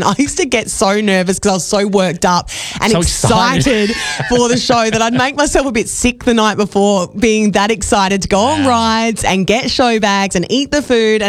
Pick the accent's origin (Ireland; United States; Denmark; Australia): Australia; South Australia; now in Geelong, Australia; I grew up in South Australia